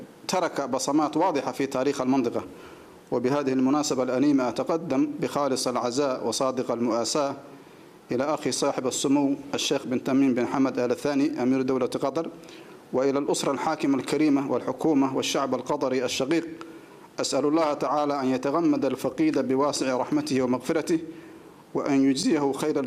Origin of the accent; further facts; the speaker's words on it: Somalia; لقد عاصرته فترة الرئاسة لجمهورية الصومال في مرحلة كانت بلادنا تمر فيها بظروف بالغة الصعوبة